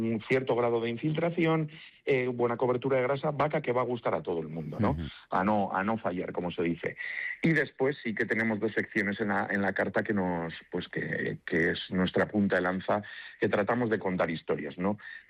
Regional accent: Vitoria-Gasteiz, Basque Country, Spain; Pese a ser de Vitoria

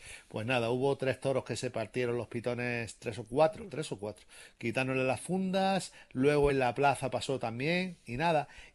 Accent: Andújar, Andalusia, Spain; born there; En mi pueblo, en Andújar

